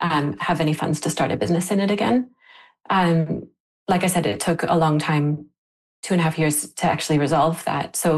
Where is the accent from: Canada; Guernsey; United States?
Canada; Lytton, British Columbia; And like I said, I grew up in Lytton, so I knew warm weather. Lytton was Canada's hotspot, but we would maybe break 40 one or two days in a summer at most.